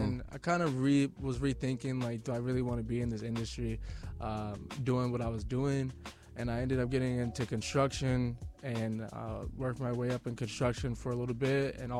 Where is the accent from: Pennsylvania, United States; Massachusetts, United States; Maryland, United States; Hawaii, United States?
Maryland, United States; Glenelg; I'm from Howard County, Maryland, specifically Glenelg area. I grew up there all my life, and it's a great area to be in, great schools.